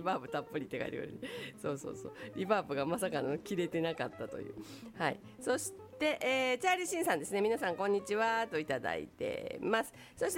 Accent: Takatsuki, Osaka, Japan; 私高槻出身でしてね

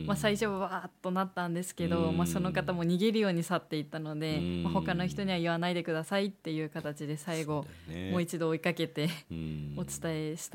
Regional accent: Hokkaido, Japan; 私は本当に根っからのどさんこなので、

